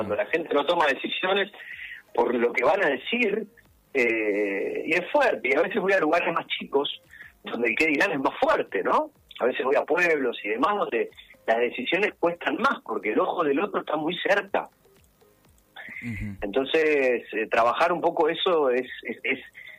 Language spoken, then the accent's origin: Spanish; Buenos Aires, Argentina; No soy la persona de Buenos Aires típica que por ahí no sale, ¿viste?